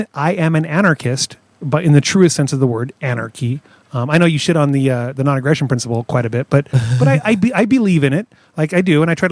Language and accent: English; Washington, United States; And growing up in Washington, you're surrounded by trees and mountain ranges. Like, you don't ever get to see the horizon in Washington State because you're in a hill or a valley